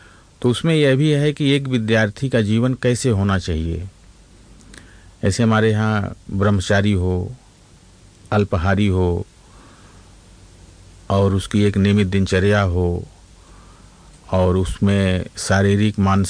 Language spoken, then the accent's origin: Hindi; Jaunpur, Uttar Pradesh, India; जौनपुर उत्तर प्रदेश का रहने वाला हूँ।